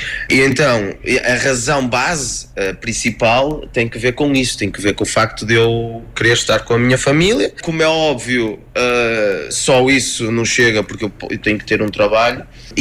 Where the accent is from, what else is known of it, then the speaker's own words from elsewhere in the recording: Portugal; moved away; eu, enquanto português a viver no estrangeiro